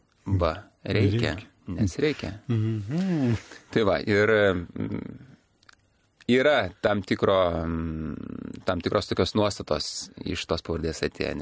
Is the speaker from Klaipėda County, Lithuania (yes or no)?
yes; Agluonėnai, Klaipėda County, Lithuania; ir aš augau Aglonėnuose. Aglonėnai, Klaipėdos rajonas, dabar priklauso ir tada priklausė Mažosios Lietuvos regionui ir mokiausi, aš pradžioj pradinį mokyklą į pačios Aglonėnuose, o paskui mokiausi Klaipėdai.